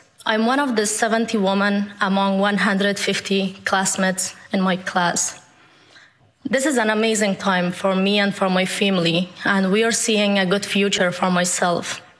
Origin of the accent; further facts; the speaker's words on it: Afghanistan; English is a second language; now in United States; I am from Afghanistan.